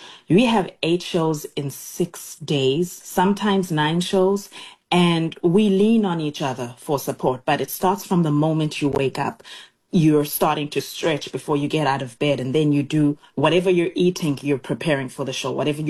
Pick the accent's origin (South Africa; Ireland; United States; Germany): South Africa; first language Xhosa; English is a second language; as South Africans, we're primed to learn other languages. So I speak, my native language is Xhosa, the same language that was spoken by Nelson Mandela … …